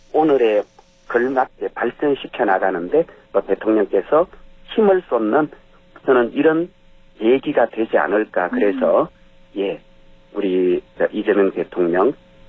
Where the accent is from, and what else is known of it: Andong, North Gyeongsang, South Korea